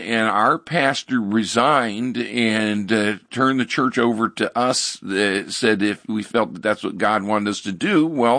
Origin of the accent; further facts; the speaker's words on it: Richfield, United States; even though I grew up in Richfield, actually my family's from Richfield, my dad's family, and I grew up across the street from my great grandparents' farm